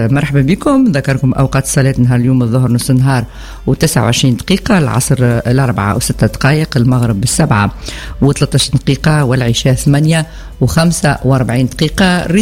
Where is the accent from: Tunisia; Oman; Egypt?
Tunisia